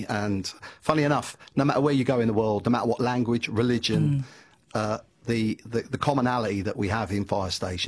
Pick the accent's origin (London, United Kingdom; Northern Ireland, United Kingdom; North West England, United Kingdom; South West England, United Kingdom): London, United Kingdom; because I'm a Londoner